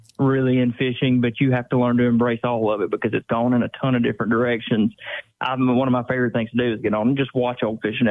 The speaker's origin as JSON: {"language": "English", "country": "United States", "tie": "born or raised there", "said": "I grew up on the Tombigbee River"}